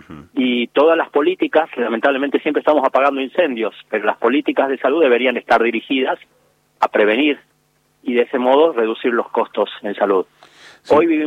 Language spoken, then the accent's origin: Spanish; Salta, Argentina; somos médicos salteños